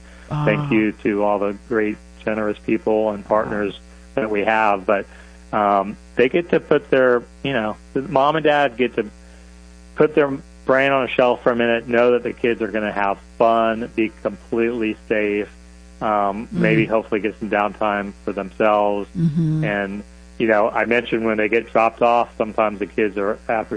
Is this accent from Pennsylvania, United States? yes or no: no; Florida, United States; I'm born and raised in Central Florida